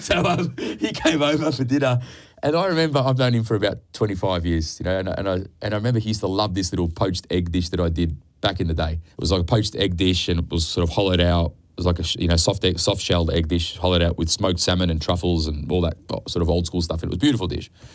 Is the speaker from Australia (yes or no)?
yes; Deer Park, Victoria, Australia; In primary school, I thought Maltese were the majority people because I grew up in Deer Park, went to a Catholic primary school.